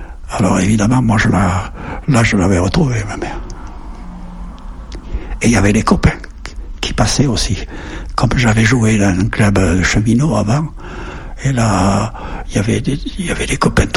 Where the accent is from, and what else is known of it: Périgueux, Nouvelle-Aquitaine, France